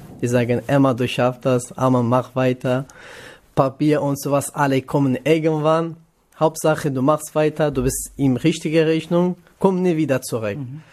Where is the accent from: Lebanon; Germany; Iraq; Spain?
Iraq; German is a second language; Also meine Meinung, ich komme aus Irak. Ich kann jetzt Beispiel im Irak wieder leben, aber es ist nicht Sicherheit.